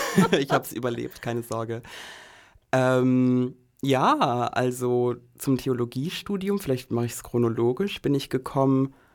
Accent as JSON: {"language": "German", "town": "Aachen", "region": "North Rhine-Westphalia", "country": "Germany", "moved": "as an adult", "lives_now": "Vienna, Austria", "said": "als queere Person, ich komme aus Aachen, mind you, und Aachen ist halt ungefähr genauso römisch-katholisch geprägt wie Wien und Österreich auch."}